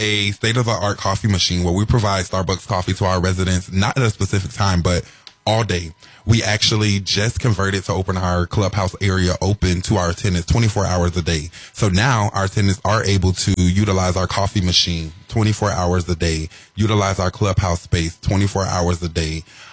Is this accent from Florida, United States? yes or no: yes; DeLand, Florida, United States; now in Orlando, United States; So originally, I'm from DeLand, Florida. However, I am currently a resident of Orlando, Florida.